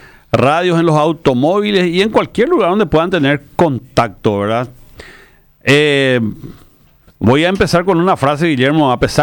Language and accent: Spanish; Paraguay; no podíamos fallar como paraguayos